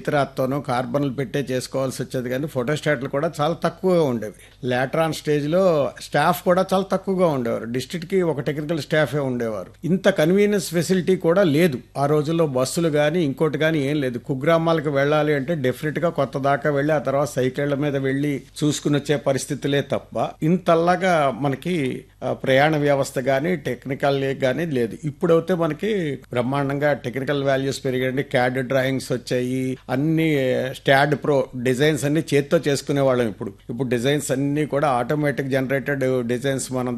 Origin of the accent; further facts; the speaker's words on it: Mungandagraharam, Andhra Pradesh, India; మా స్వగ్రామం తూర్పుగోదావరి జిల్లా అంబాజీపేట సమీపంలోని పండిత జగన్నాథరాయల స్వగ్రామమైన ముంగండగ్రహారం అండి.